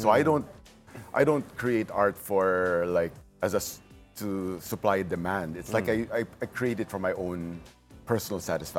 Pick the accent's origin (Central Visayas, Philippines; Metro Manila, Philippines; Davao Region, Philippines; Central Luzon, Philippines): Davao Region, Philippines; Davao City; because we're from Davao